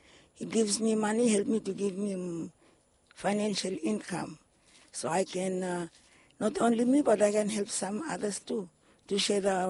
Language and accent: English; Pama, Vanuatu; I'm from Pama.